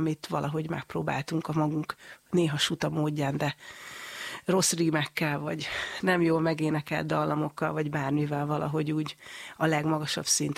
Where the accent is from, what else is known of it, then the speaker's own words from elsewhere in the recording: Borsod-Abaúj-Zemplén, Hungary; mivel hogy én Borsod megyei vagyok